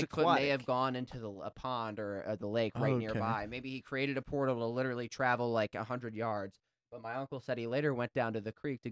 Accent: Philadelphia, Pennsylvania, United States; I grew up in Philadelphia, but my mom's side of the family is from rural New England / upstate New York, like way upstate near the Adirondacks.

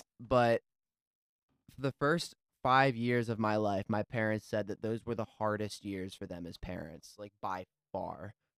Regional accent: Pennsylvania, United States; born there; also born or lived in San Francisco; when I was like 4 and 5 years old, we moved into a new house in Pennsylvania because we moved from San Francisco.

